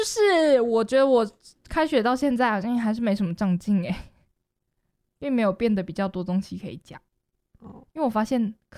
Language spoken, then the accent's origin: Chinese; southern Taiwan, Taiwan; 我们这些南部人